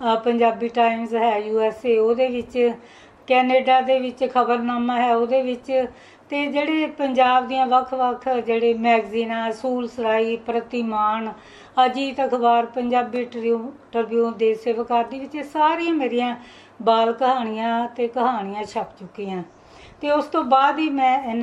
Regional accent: Moga, Punjab, India; moved away as an adult; also born or lived in Jagraon / Ludhiana district; ਜੋ ਮੇਰਾ ਜਨਮ ਸਥਾਨ ਹੈ ਉਹ ਮੋਗਾ, ਜਿਹੜਾ ਹੁਣ ਜ਼ਿਲ੍ਹਾ ਬਣ ਚੁੱਕਿਆ, ਉਦੋਂ ਫਰੀਦਕੋਟ ਦਾ ਹਿੱਸਾ ਸੀ। ਉਸ ਟਾਈਮ ਬਹੁਤ ਹੀ ਪਛੜਾ ਜਿਹਾ ਇਲਾਕਾ ਸੀਗਾ

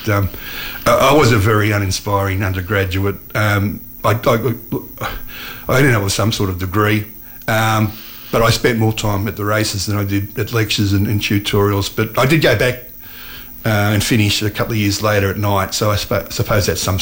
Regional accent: Sydney, New South Wales, Australia; I was born in Milford Avenue, Panania, in 1960. I lived there till about 1984. My family on my father's side hailed from Peakhurst. Hence the name. … moved there in 1838 and owned most of Peakhurst.

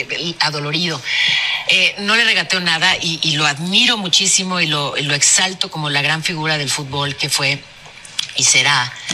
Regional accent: Mexico; soy periodista mexicana

